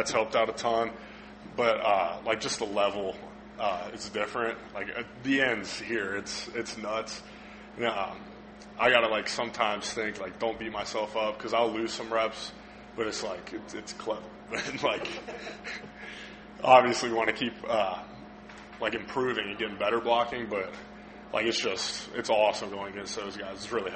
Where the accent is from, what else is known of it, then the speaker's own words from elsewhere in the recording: Cincinnati, Ohio, United States; And also, I'm from Cincinnati. Like, being an hour 20 away is way better.